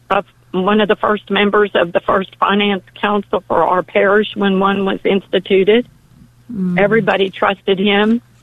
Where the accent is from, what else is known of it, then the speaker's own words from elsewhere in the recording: Sealy, Texas, United States; I'm actually from Seely, Texas, which is about 20 miles east of Columbus.